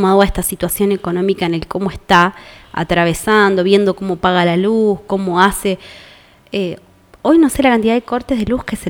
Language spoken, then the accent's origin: Spanish; Argentina